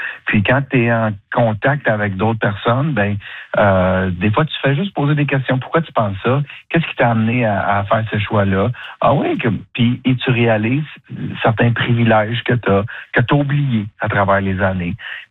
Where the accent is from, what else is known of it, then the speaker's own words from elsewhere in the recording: Drummondville, Quebec, Canada; La ville, moi, je viens de Drummondville, je l'ai dit, là. Mm-hmm. C'est pas très loin de Québec.